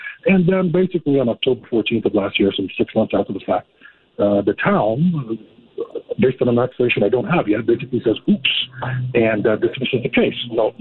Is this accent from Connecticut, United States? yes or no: no; Providence, Rhode Island, United States; I've born and raised in South Providence. That's where my work is rooted.